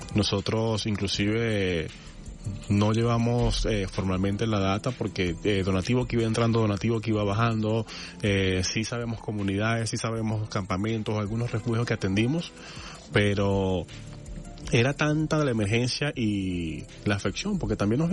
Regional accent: Venezuela; nosotros como venezolanos

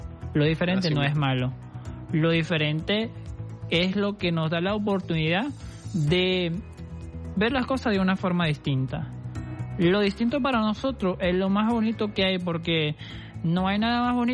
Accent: Brazil; Spanish is a second language; moved away as an adult; now in Venezuela; No soy venezolano. ¿De dónde eres? Soy de Brasil.

